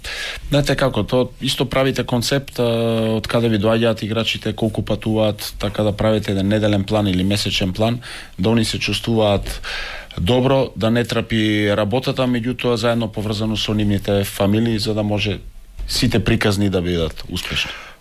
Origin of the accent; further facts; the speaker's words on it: Sveti Nikole, Vardar Statistical Region, North Macedonia; јас секогаш кажувам и се гордеам што сум од Свети Николе